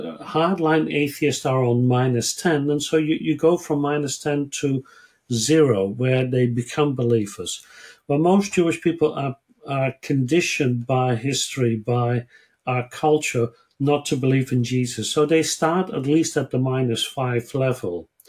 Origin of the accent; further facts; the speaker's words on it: eastern Netherlands, Netherlands; born or raised there; moved away as an adult; also born or lived in Israel; now in Australia